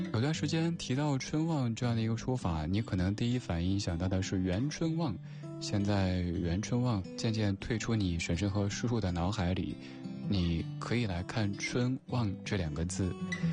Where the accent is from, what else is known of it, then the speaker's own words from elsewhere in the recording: Sichuan, China; 尤其我们四川人特别喜欢吃豌豆尖